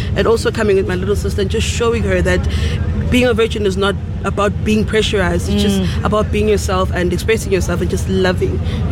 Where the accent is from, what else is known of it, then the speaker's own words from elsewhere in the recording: Durban, KwaZulu-Natal, South Africa; moved away; I'm originally from Durban. I came from Durban to here, so yeah, I'm a Durban girly.